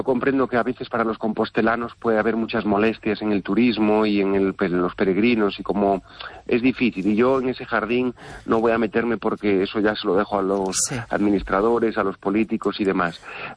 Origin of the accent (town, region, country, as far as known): Galicia, Spain